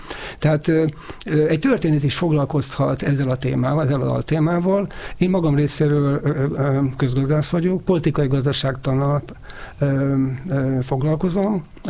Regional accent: Hungary

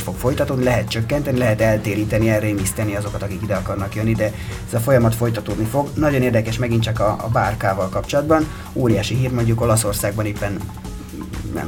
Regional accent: Hungary; Nem mondom, magyar vagyok, igen

